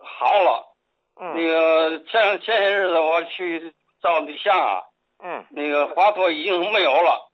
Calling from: Tianjin, China; 我是天津的。

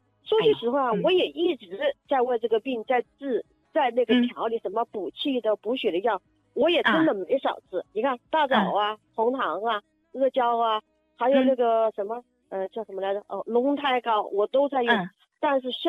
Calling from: Sichuan, China; 我家是四川的。

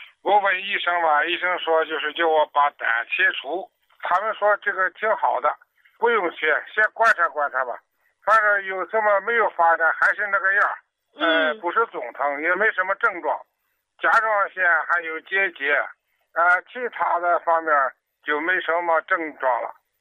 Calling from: Baoding, Hebei, China; 我是河北保定的。

